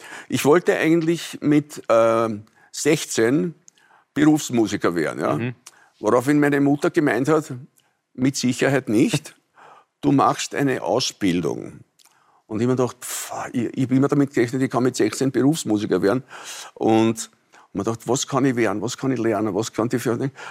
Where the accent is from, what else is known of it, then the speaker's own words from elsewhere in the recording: Vienna, Austria; also born or lived in Burgenland; Aber ich bin Wiener, ich bin in Wien aufgewachsen, ich war in Wien im Kindergarten, in Schulen und alles.